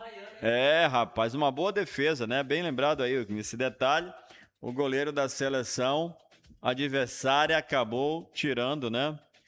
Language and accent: Portuguese; Brazil; A gente somos brasileiros